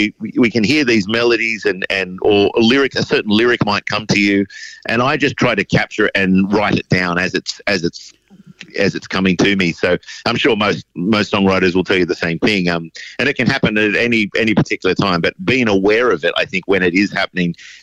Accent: Wagga Wagga, New South Wales, Australia; I'm from Wagga. That's my hometown. I grew up in that beautiful city.

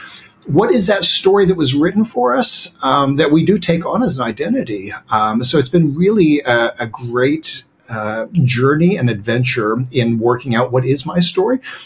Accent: United States; I'm an American. I grew up in the military. My father was in the Air Force. So we got to do a lot of traveling

